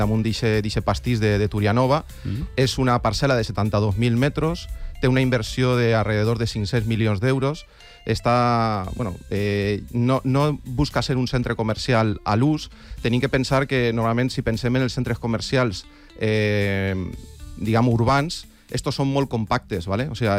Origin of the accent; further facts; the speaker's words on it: Torrent, Valencian Community, Spain; Per a qui no se situa, que no siga d'ací de València, jo soc de Torrent i m'he quedat molt propet